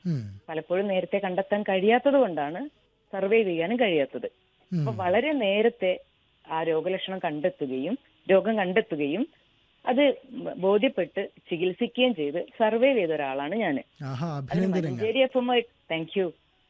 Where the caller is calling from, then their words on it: Nilambur, Kerala, India; ഞാൻ നിലമ്പൂരിൽ നിന്നാണ്.